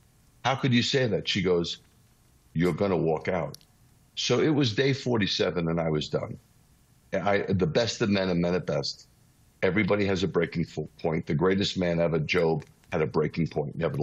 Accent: New York, United States; But yes, I'm a New Yorker. I shoot from the hip.

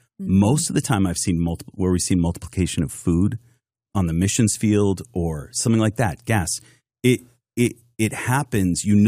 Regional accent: Massachusetts, United States

